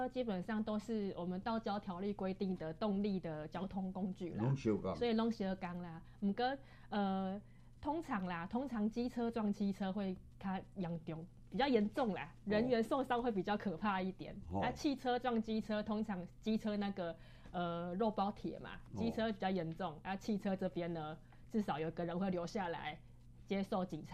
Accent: Kaohsiung, Taiwan; 我们高雄人

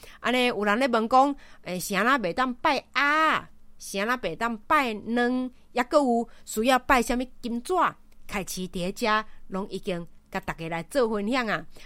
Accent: Taiwan; 牛肉啦，牛肉像我们台湾人也很少吃

